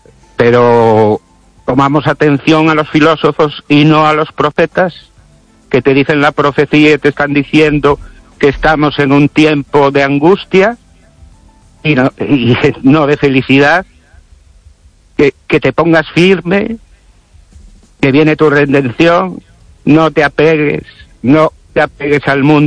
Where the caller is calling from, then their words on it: Ourense, Galicia, Spain; Buenas noches. Estéreo oyente … de Orense.